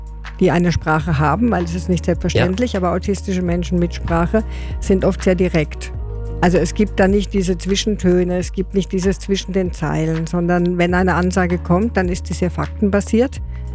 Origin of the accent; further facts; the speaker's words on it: Germany; Also diese Erfahrung habe ich als Deutsche auch gemacht.